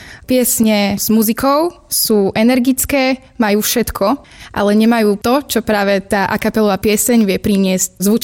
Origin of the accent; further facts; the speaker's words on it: Margecany, Košice Region, Slovakia; ja som z Margecian zo Spiša